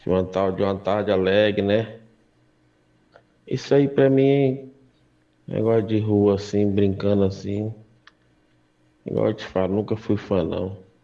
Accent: Codó, Maranhão, Brazil; Na minha cidade natal, chama-se Codó.

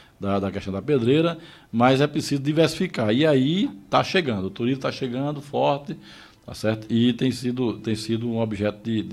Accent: Ceará, Brazil; moved away; quando eu era criança, lá no Ceará, eu ficava na a casa do meu pai, na beira da pista, assim, da rodovia

